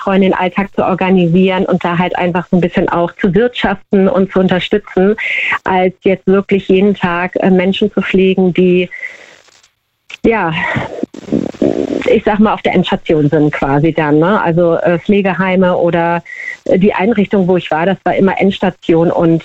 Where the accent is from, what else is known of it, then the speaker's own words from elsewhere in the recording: Hamburg, Germany; Ich komme aus Hamburg